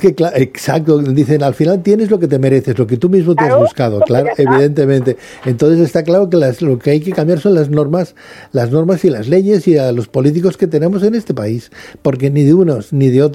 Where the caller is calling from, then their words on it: Barcelona, Catalonia, Spain; Yo vivo en Barcelona.